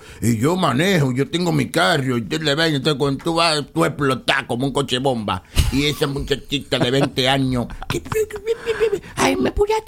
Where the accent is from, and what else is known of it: Dominican Republic; moved away